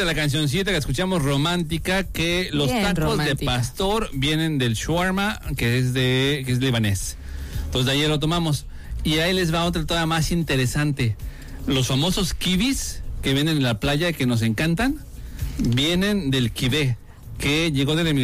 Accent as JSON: {"language": "Spanish", "country": "Mexico", "said": "Es que nosotros como mexicanos..."}